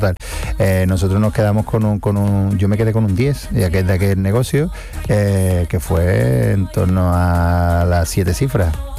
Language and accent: Spanish; Seville, Andalusia, Spain; yo siendo sevillano, a mí me encanta Andalucía y me siento muy de aquí. De hecho, yo intenté irme a Madrid, estuve 15 días y me volví